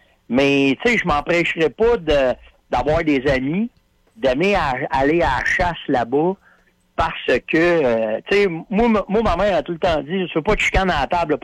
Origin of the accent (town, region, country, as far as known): Canada